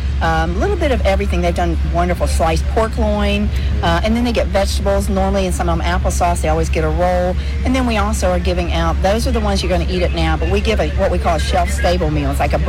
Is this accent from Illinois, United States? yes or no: no; Lewisburg, West Virginia, United States; Lewisburg, West Virginia, and honestly, as much as I love the group, I hope to never see them in my hometown because that says there's a disaster.